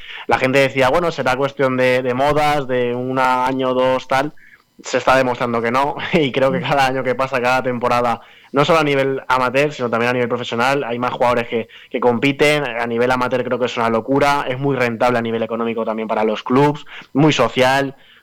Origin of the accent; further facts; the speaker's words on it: Valencia, Valencian Community, Spain; para todos los que somos de Valencia y alrededores, un gustazo el poder ver a los mejores y las mejores del mundo aquí a nada, a escasos centímetros de casa.